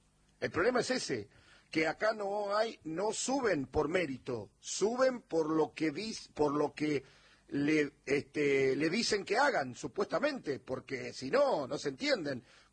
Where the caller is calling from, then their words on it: Munro, Buenos Aires Province, Argentina; Buenas noches, amigos de Radio Nacional … de Munro.